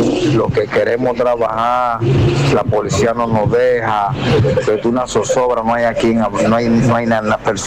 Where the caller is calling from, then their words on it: El Seibo, Dominican Republic; Le hablo de aquí, de la provincia del Ceibo.